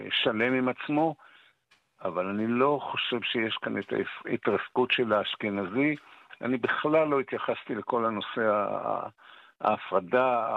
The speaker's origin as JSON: {"language": "Hebrew", "town": "Jerusalem", "region": "Jerusalem District", "country": "Israel", "tie": "born or raised there", "said": "אני גדלתי בשכונת רחביה בירושלים."}